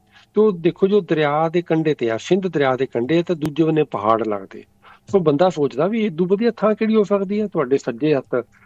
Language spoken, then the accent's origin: Punjabi; Amritsar, Punjab, India; moved away as an adult; ਹਾਂਜੀ ਮੈਂ ਵੀ ਉਸੇ ਜੰਮਿਆ ਪੜਿਆ, 22 ਸਾਲ ਤੱਕ ਮੈਂ ਉੱਥੇ ਰਿਹਾ, ਇੱਦਾਂ ਦੀ ਹਨੇਰੀ ਚੱਕੜ ਕਦੀ ਨਹੀਂ ਸੀ ਵੇਖਿਆ।